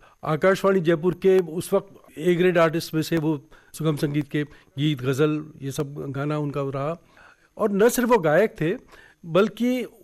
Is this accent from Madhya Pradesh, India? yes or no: no; Nagpur, Maharashtra, India; born there; हम लोग मूल रूप से आंध्रा के ही हैं, तेलंगाना के हैं, हमारे पिताजी माताजी सब वहीं के रहे, लेकिन मेरा ननिहाल नागपुर और मेरी पिताजी जो पोस्टल टेलीग्राफ्स में डिपार्टमेंट में काम करते थे उनकी पहली पोस्टिंग भी नागपुर में ही थी, तो मेरा जन्म भी नागपुर में हुआ।